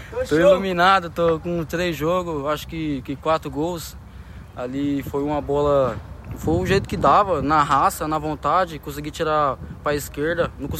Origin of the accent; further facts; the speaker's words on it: Nova Independência, São Paulo, Brazil; moved away; Sou de Nova Independência, estado de São Paulo, fico perto da divisa do Mato Grosso do Sul.